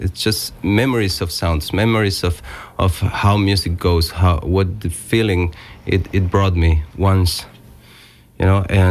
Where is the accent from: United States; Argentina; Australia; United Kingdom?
Argentina; Not just because I'm from Argentina, because that's a cliche thing